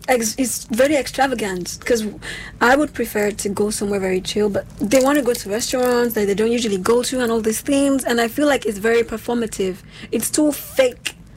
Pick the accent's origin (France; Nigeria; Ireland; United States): Nigeria; when I hear date as a Nigerian